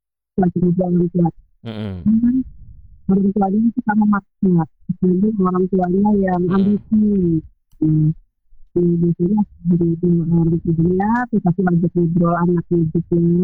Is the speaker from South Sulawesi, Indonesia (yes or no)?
no; Jakarta, Indonesia; Jadi, saya kan itu Betawi